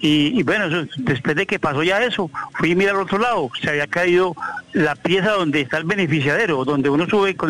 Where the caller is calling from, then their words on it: Armenia, Quindío, Colombia; Yo soy de aquí, de Armenia